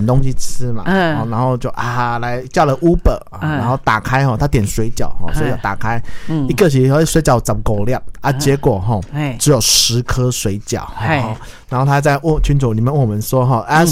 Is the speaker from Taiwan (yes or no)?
yes; Taiwan; 三十块台币了，我们台湾人已经受不了